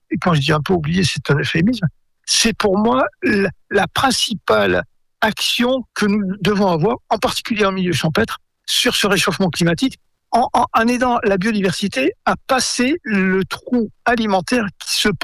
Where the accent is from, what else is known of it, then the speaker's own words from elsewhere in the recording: Gascony, France; Quand j'étais enfant, en Gascogne, je ramassais le tilleul avec ma mère.